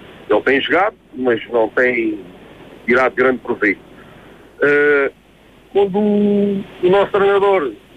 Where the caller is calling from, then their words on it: Portugal; nós portugueses, às vezes, como somos a cauda da Europa e somos os tais portugueses que, para muitos, até dizem que a gente somos espanhóis, né? Não reconhecem Portugal